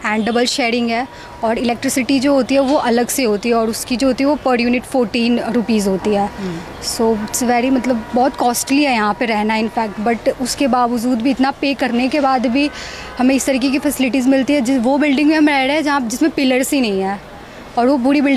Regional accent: Patna, Bihar, India; Sir, ma'am, I am from Bihar, Patna.

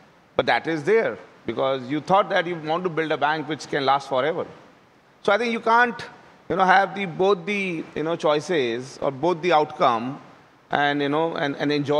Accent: Rajasthan, India; like I am from Rajasthan, right? And Rajasthan population is close to 8 crore.

